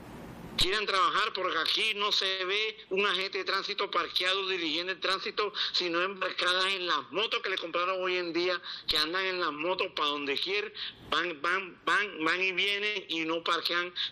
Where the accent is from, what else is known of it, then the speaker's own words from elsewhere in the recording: San Andrés, San Andrés, Providencia and Santa Catalina, Colombia; aquí prácticamente me crié y nací, y como no nací, pero me crié aquí en San Andrés hace 35 años.